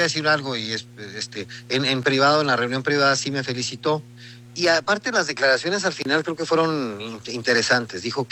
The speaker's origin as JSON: {"language": "Spanish", "town": "Ciudad Juárez", "region": "Chihuahua", "country": "Mexico", "tie": "born there", "said": "Sí, yo nací en Ciudad Juárez."}